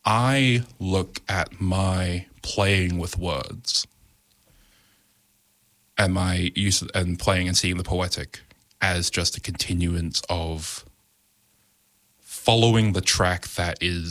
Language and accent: English; New Zealand; first language Maori; I've always known, with Te Reo as my first language, I've always had an understanding of poetic nature.